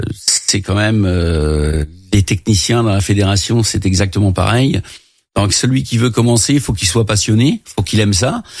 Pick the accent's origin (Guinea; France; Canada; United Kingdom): France; Renazé, Pays de la Loire; also born or lived in Craon; Parce que je suis Cran Renazé, je suis originaire de Renazé, je vivais à Cran, je jouais au foot à Cran